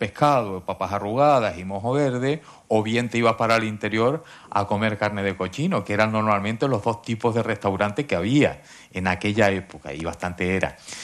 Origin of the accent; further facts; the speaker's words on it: La Palma, Canary Islands, Spain; also born or lived in Tenerife / La Laguna; yo creo que tanto mi niñez y mi vida, digamos, mi adolescencia en La Palma, como mi juventud aquí en Tenerife y más concretamente en La Laguna, pues fueron configurando un poco las características personales que tengo hoy